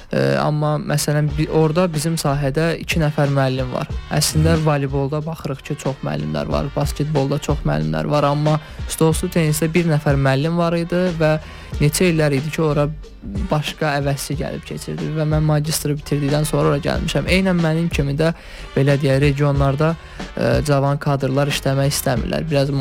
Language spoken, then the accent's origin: Azerbaijani; Shabran District, Azerbaijan; öz doğma rayonum Şabran rayonu, məsələn, mən Şabranlıyam